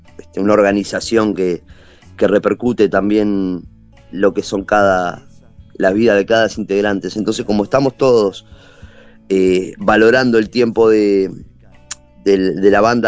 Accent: Uruguay

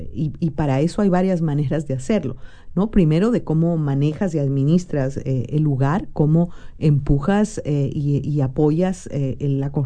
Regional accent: Ecuador; soy una mujer latinoamericana, ecuatoriana, con mucho orgullo

